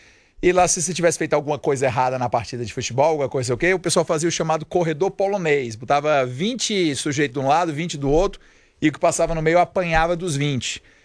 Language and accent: Portuguese; Ceará, Brazil; Eu sou cearense, certo? Eu já falei isso várias vezes no programa.